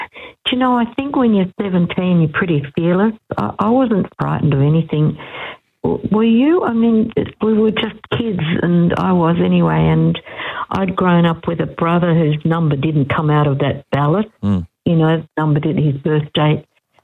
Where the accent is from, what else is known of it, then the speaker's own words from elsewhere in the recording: Australia; So, yeah, I'm glad I'm Australian, aren't you?